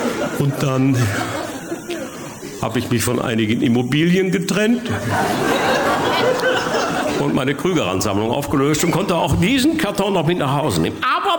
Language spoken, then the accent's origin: German; Bochum, North Rhine-Westphalia, Germany; Ich komme ja aus Bochum